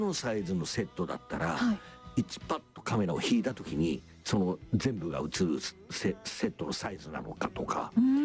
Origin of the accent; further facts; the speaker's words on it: Takamatsu, Kagawa, Japan; moved away; 俺帰ったら、はい、まあもう今は母ちゃんが死んじゃって、帰る家もないので高松入ることはもうなくなっちゃった